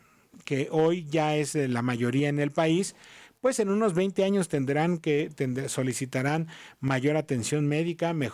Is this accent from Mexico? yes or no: yes; Mexico